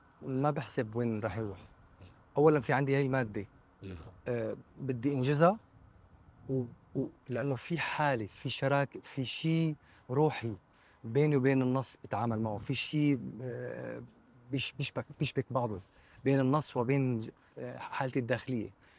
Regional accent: Syria; الفن الوحيد اللي بيجمعنا نحن كسوريين

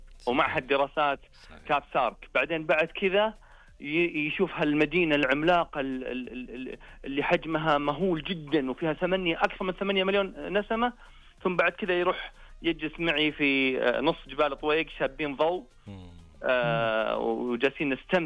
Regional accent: Saudi Arabia; now in Riyadh, Saudi Arabia; هذه هي ديرتنا فعلا.

